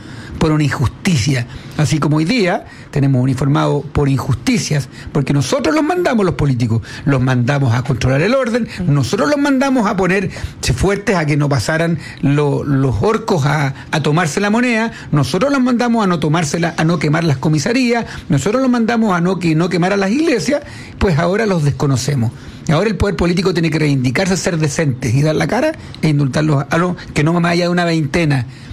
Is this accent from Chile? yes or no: yes; Chile; la experiencia que tenemos nosotros como agricultores chilenos